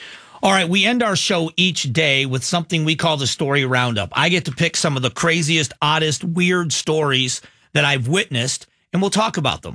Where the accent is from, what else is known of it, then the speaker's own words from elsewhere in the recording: United States; I'm an American.